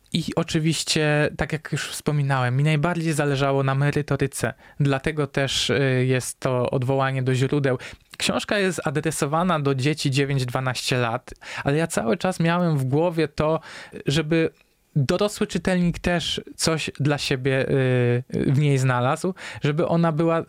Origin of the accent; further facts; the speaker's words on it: Kraków, Lesser Poland, Poland; Kraków, czyli moje rodzinne miasto